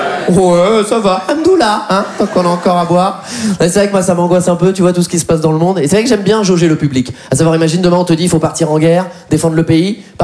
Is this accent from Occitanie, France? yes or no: no; Poitiers, Nouvelle-Aquitaine, France; 29 ans. Moi, je viens de Poitiers.